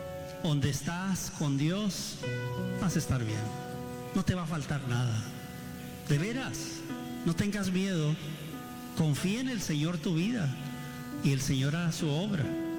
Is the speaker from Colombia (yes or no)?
no; United States; born or raised there